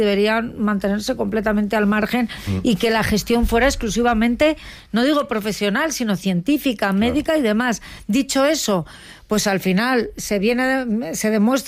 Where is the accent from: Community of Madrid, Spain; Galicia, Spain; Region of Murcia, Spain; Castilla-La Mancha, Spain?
Community of Madrid, Spain; Madrid; born there; Ahí nací yo, en el Gómez Ulla, sí